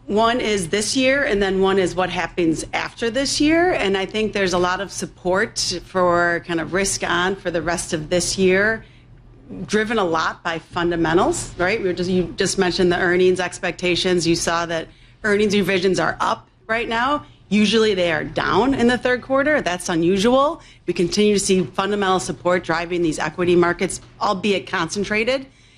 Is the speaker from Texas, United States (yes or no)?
no; Chicago, Illinois, United States; and I grew up on the South Side, went to Mother Macaulay High School.